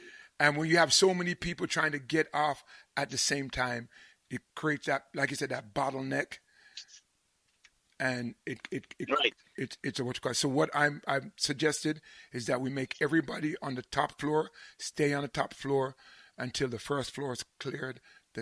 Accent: Frankfield, Clarendon, Jamaica; Me and you come from Frankfield, you know.

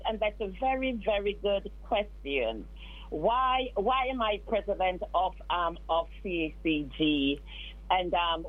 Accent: Jamaica; now in St. Lucie County, United States; I grew up in Jamaica, seeing people around serving others.

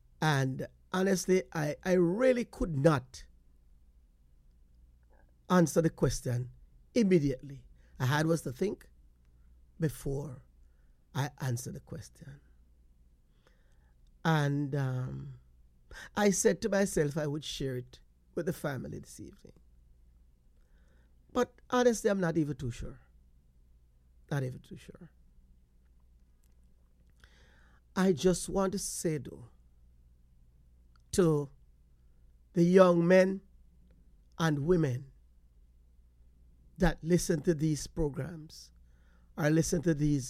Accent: Jamaica; born there; I know, as a Caribbean-born boy, yes, I was born in the Caribbean. And even though I was born specifically in Jamaica, I am a Caribbean-born boy.

